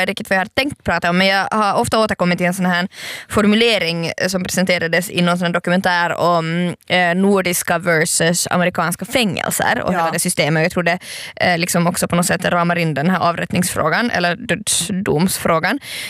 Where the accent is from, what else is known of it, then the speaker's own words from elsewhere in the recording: Finland; vi som finländare som har vuxit upp med den här modellen